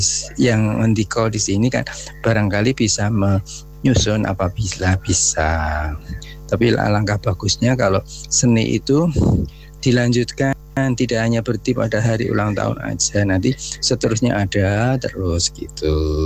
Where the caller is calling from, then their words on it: Sleman, Special Region of Yogyakarta, Indonesia; saya dari Pak … di Sleman.